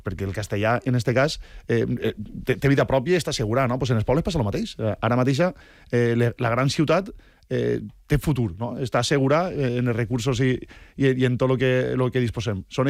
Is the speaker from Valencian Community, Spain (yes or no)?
yes; Gavarda, Valencian Community, Spain; I la meva comarca i el meu poble, que te vaig a dir? Jo, en Gavarda, si me digueres, bueno, és un poble que viu al costat del Xúquer.